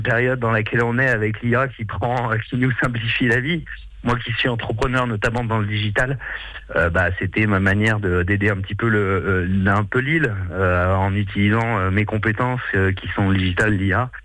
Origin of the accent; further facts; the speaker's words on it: Lyon, Auvergne-Rhône-Alpes, France; On vient d'acheter à L'Île-Dieu il y a un an et on est lyonnais à la base.